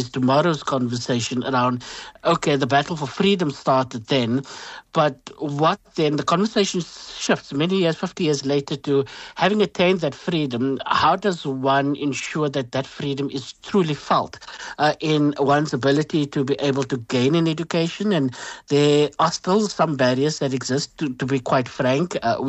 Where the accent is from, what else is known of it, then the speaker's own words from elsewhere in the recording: Bonteheuwel, Western Cape, South Africa; you cannot treat me differently because I grew up in Bonteville, or because my skin is slightly browner than, somebody who lives in the shade of Table Mountain.